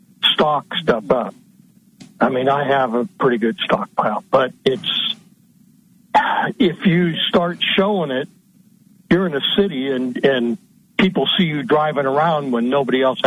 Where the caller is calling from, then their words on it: Arizona, United States; out of Arizona.